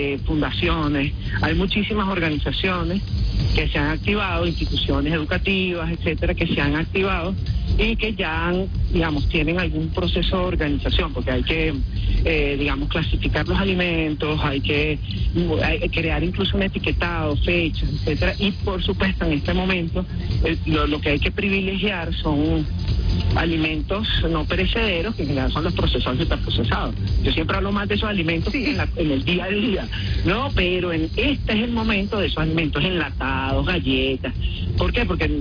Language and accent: Spanish; Venezuela; y por supuesto también como venezolano, ¿no?